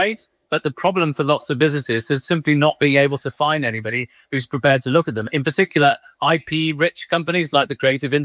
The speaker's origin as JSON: {"language": "English", "region": "Wales", "country": "United Kingdom", "said": "I'm a Welshman"}